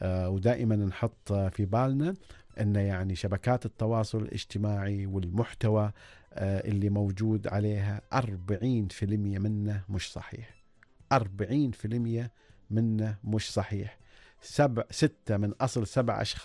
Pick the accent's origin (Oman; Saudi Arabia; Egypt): Oman; بلدنا سلطنة عمان